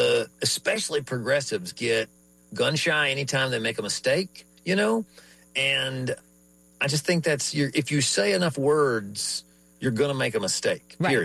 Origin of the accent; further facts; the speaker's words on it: Tennessee, United States; I was thinking about the other day, like growing up in East Tennessee, you know, it's like you see the evidence of what the government can do when it builds and owns things.